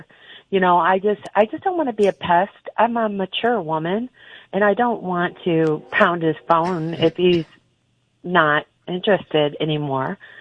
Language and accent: English; Michigan, United States; I'm from Michigan.